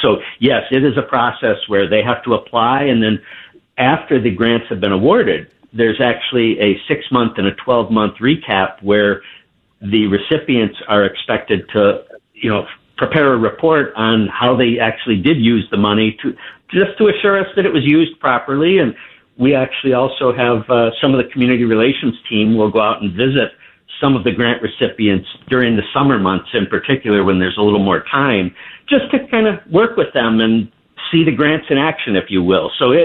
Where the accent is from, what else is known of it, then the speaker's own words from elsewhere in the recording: Holland, New York, United States; I grew up in the South Towns in a small town called Holland.